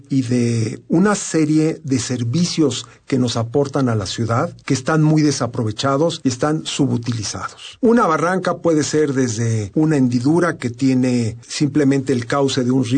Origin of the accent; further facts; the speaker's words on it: Mexico City, Mexico; soy chilango y tengo orgullo chilangopolitano